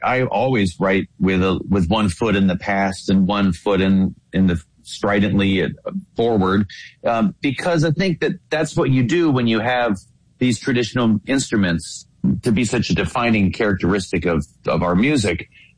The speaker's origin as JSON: {"language": "English", "region": "Virginia", "country": "United States", "tie": "born or raised there", "said": "Well, like you mentioned, I grew up in Virginia, and Meriwether Lewis was this kind of understudy figure to Thomas Jefferson."}